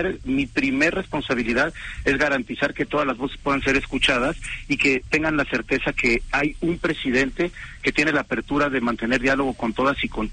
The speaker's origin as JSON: {"language": "Spanish", "region": "Oaxaca", "country": "Mexico", "said": "candidato al Senado de la República por mi estado"}